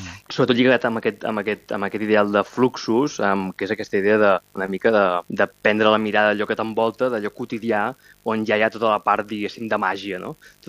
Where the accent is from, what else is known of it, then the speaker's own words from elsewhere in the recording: Mataró, Catalonia, Spain; jo que sóc de Mataró i he mamat pirotècnia des de ben petit